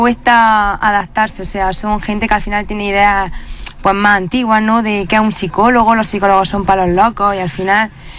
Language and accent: Spanish; Cazorla, Andalusia, Spain; nosotros somos realmente de Cazorla.